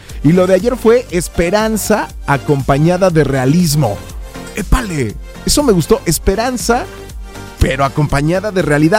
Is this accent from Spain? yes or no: no; Mexico